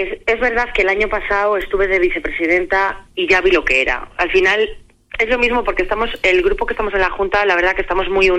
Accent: Medina del Campo, Castile and León, Spain; para un medinense sabe lo que es. O sea, yo, si a mí me ponen las manos de una Virgen, que yo están en mi pueblo y la veo de continuo

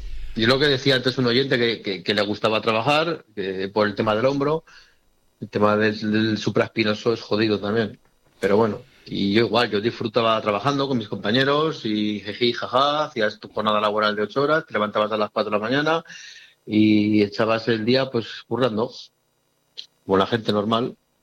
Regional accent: Zaragoza, Aragon, Spain

